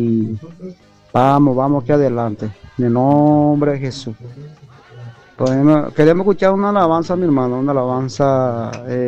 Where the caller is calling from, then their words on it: Trinidad, Itapúa, Paraguay; de Trinidad y Tapu.